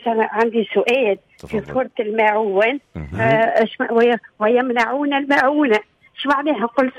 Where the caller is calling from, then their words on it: Msaken, Sousse Governorate, Tunisia; من مساكن.